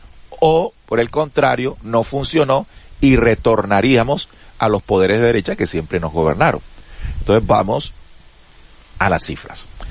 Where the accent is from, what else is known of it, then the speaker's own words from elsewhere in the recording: Colombia; nosotros como colombianos